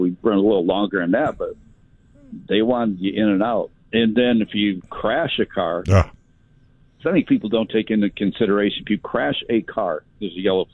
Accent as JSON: {"language": "English", "region": "Midwest", "country": "United States", "tie": "born or raised there", "said": "and growing up in the Midwest, I saw it when I was a little kid."}